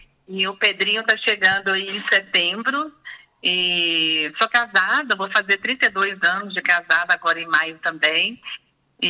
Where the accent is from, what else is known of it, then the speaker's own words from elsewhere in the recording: Belo Horizonte, Minas Gerais, Brazil; Sou aqui de Belo Horizonte, tive a oportunidade também de vivenciar a minha infância em outros locais, mas a minha raiz é daqui de BH.